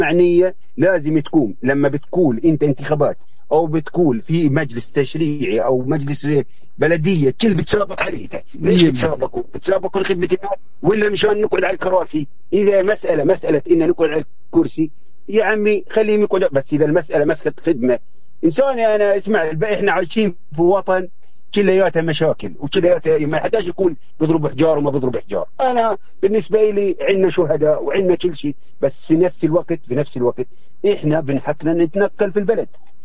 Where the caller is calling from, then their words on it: West Bank, Palestine; أنا بصفتي مواطن بلد بحب بلدي، وأنا من فلسطين